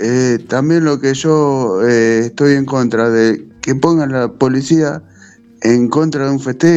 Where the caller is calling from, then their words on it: Junín, Buenos Aires Province, Argentina; yo soy de Junín, no estoy allá.